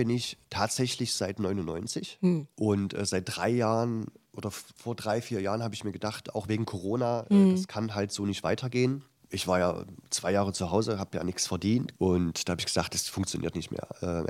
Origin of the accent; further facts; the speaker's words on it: Halle, Saxony-Anhalt, Germany; born or raised there